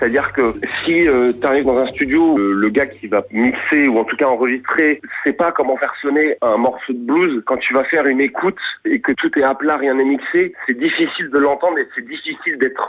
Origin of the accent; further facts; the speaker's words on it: France; on est français et on n'a pas tous la même faculté à avoir l'accent